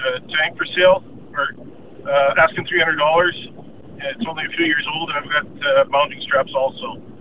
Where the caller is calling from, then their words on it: Headingley, Manitoba, Canada; Headingley.